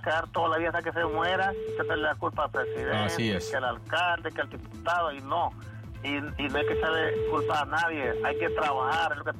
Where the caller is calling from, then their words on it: Honduras; yo soy hondureño 100% y mis abuelos, mi papá y todo el mundo, nosotros nunca hemos vivido de política.